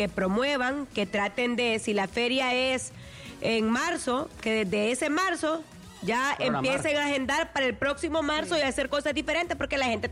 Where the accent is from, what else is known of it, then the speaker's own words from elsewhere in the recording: Honduras; Como hondureños debemos de amar nuestro país.